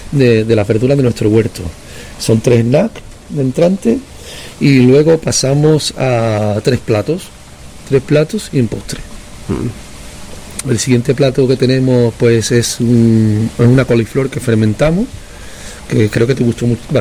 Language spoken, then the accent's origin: Spanish; Cádiz, Andalusia, Spain; born there; moved away as an adult; also born or lived in Seville / San Sebastián / Germany / Paris; now in Vitoria-Gasteiz, Spain; yo nací en Cádiz, luego estudié en Sevilla, estuve un tiempo aquí en el norte, en San Sebastián, y luego está estudiando también el Basque Culinary Center, pero bueno, mis últimos años he estado siempre en Europa trabajando desde Alemania, París